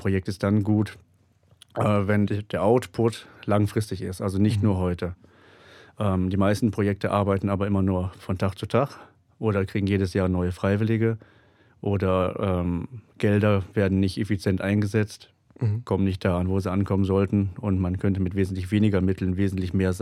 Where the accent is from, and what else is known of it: Sucre, Chuquisaca, Bolivia; German is a second language